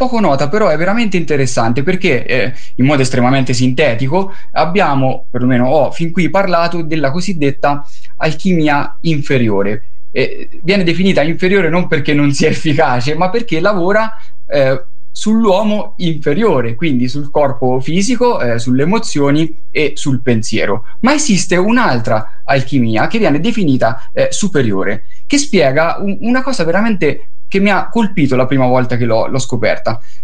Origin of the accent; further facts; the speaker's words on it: Costacciaro, Umbria, Italy; il beato Tommaso da Costacciaro, che è il mio paese.